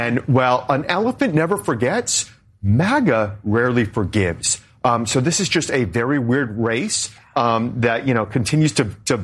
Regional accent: New Hampshire, United States; I'm from New Hampshire. We talk like this.

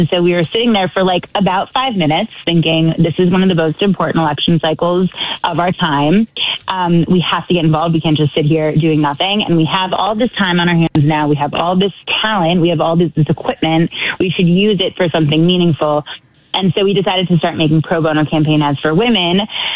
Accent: Michigan, United States; You know, I grew up in Michigan, so thanks for giving us a shout out.

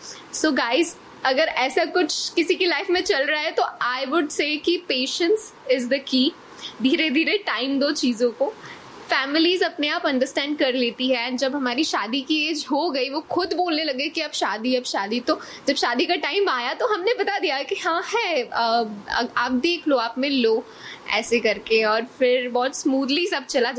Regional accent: Susner, Madhya Pradesh, India; और मैं उज्जैन के नियर बाय उज्जैन संभाग में आगर जिला से हूँ. सुसनेर हमारी प्लेस का नाम है

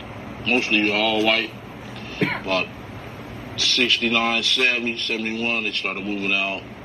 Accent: Compton, California, United States; also born or lived in Watts; I moved here when I was like 3

